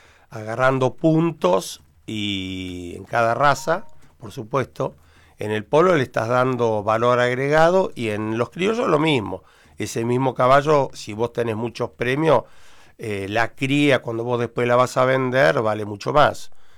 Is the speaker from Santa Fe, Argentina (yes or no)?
no; Bahía Blanca, Buenos Aires Province, Argentina; born there; also born or lived in La Plata; Yo nací en Bahía Blanca, estudié en La Plata y bueno, y ejercí mi profesión acá en Bahía Blanca.